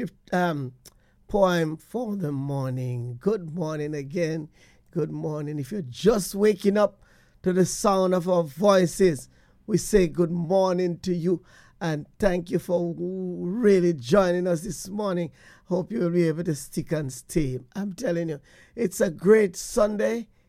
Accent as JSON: {"language": "English", "town": "Portland Cottage", "region": "Clarendon Parish", "country": "Jamaica", "tie": "born or raised there", "said": "You know, I remember back in the days when I was growing up in Portland Cottage in Jamaica."}